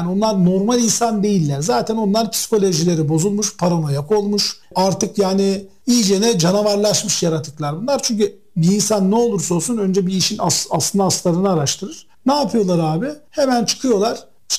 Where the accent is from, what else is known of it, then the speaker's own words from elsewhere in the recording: Giresun, Turkey; Ben Enes'le otururken işte ben Giresunluyum.